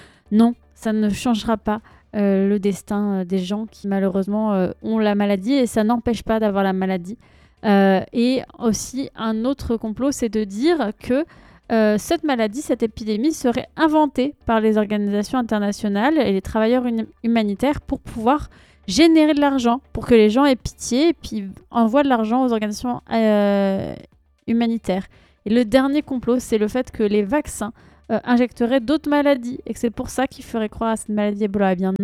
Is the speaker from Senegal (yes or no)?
no; France; vous l'entendez à mon accent, je suis française, mais j'ai un petit intérêt quand même pour la Norvège.